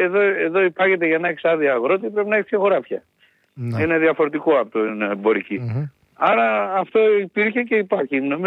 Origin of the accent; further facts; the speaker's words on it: Thessaly, Greece; Εγώ είμαι από το Πύλιο, ας πούμε, και έρχομαι στην Αθήνα.